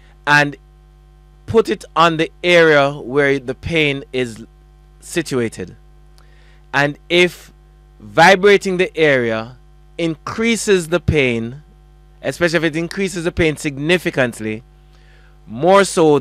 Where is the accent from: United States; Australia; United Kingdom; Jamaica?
Jamaica; that's what we are now in Jamaica.